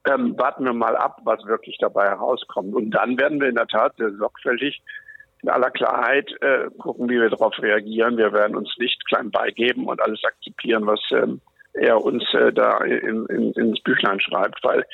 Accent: Northern Germany, Germany; Ja, ich meine, ich komme aus Norddeutschland, da sind wir sturmgeprobt

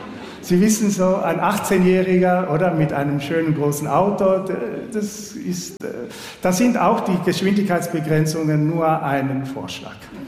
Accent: Argentina; now in Switzerland

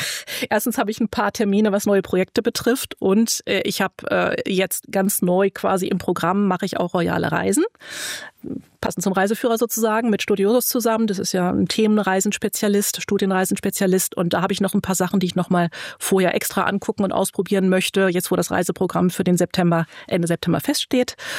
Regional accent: Germany

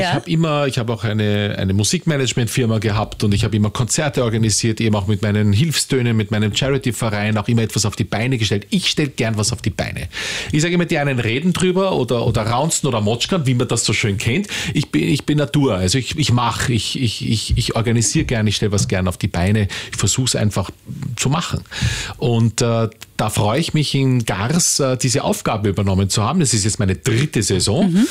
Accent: Austria; so wie den, der Teesalon, sage ich einmal, bei uns in Österreich, eingeladen.

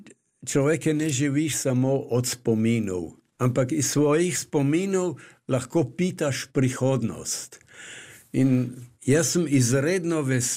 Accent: Mlinče, Carinthia, Austria; born there; now in Rosental, Austria; z mamo Svetlano živita v Mlinčah, v moji rojstni vasi.

